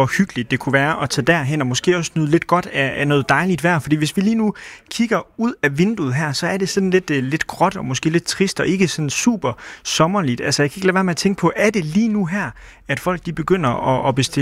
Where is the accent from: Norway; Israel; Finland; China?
Finland; moved away; Det minder lidt om Finland, der hvor jeg er fra